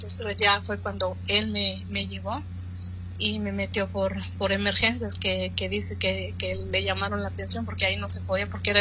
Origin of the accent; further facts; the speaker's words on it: Michoacán, Mexico; born there; moved away; Yo nací en Michoacán, México, pastor.